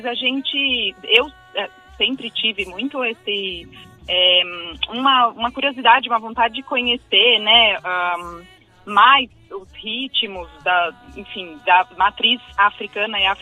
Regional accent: Botucatu, São Paulo, Brazil; now in São Paulo, Brazil; Eu nasci em São Paulo, fui criada no interior, em Botucatu.

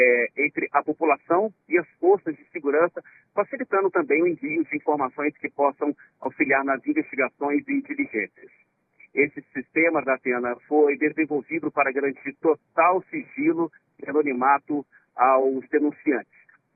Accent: Teresópolis, Rio de Janeiro, Brazil; E por eu ser daquela região serrana do Rio, eu sou de Teresópolis, eu estou partindo hoje à noite com a minha família

